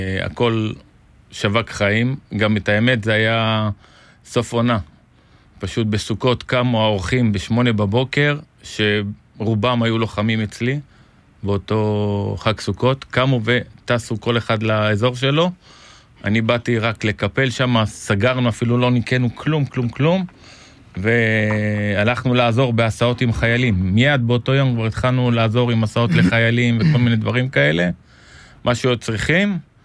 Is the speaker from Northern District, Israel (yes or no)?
yes; Beit She'an, Northern District, Israel; גם גדלתי שם